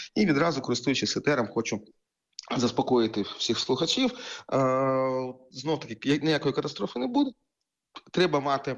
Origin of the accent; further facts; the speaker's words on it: Kharkiv, Kharkiv Oblast, Ukraine; як, наприклад, в моєму рідному Харкові мають очисні споруди.